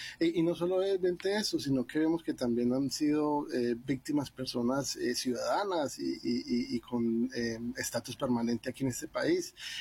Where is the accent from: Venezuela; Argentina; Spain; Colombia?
Colombia; now in United States; como colombiano, muy sentido, pero también pues como migrante